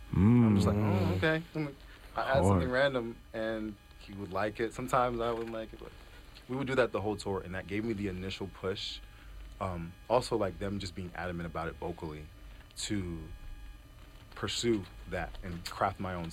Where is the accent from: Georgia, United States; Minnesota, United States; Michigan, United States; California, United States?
Georgia, United States; Atlanta; also born or lived in Brooklyn, New York; I was born in Brooklyn. I grew up in Atlanta, and the Gwinnett area as well, Georgia.